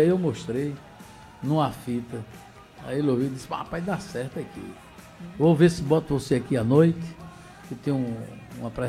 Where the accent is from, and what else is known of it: Paraíba, Brazil; moved away as an adult; also born or lived in Rio de Janeiro